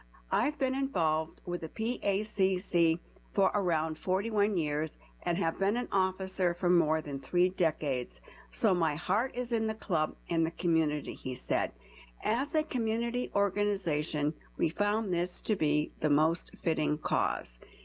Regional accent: Ludlow, Massachusetts, United States; I grew up in Ludlow and have spent most of my life in this community, which makes this opportunity even more meaningful to me.

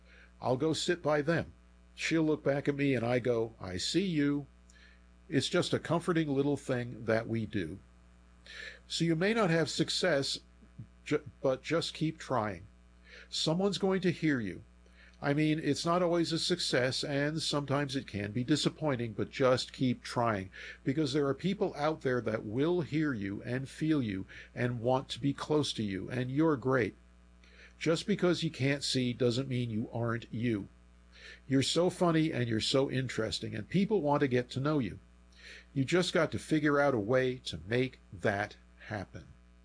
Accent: Kansas City, Missouri, United States; I'm from the Kansas City area.

